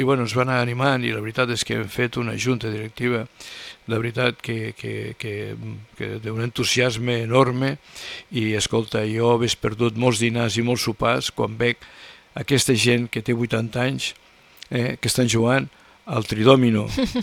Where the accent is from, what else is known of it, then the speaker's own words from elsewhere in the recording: Puigverd, Catalonia, Spain; la millor és perquè és el meu poble i li veig tot de bondats, però també devem tindre alguna cosa que no és igual, no és així, però jo estic molt content i penso que hi ha molta gent que està content de viure a Puigverd